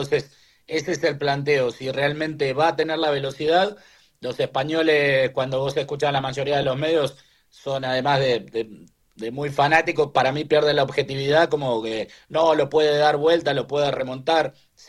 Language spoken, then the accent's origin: Spanish; Argentina; ya eso lo sabemos nosotros como argentinos y como latinos